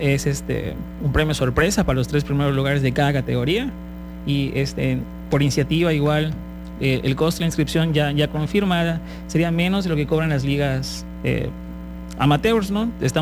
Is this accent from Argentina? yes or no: no; Mexico; somos México.